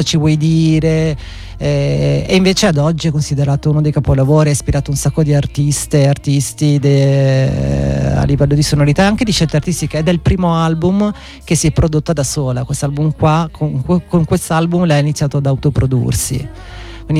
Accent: Sicily, Italy; In un paesino dell'entroterra, in provincia di Enna

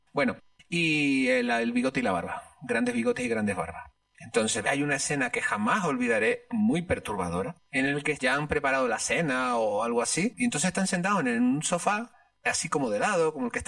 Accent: La Palma, Canary Islands, Spain; al menos yo lo que recuerdo mucho en La Palma, desde donde yo soy, eran latinos heavy

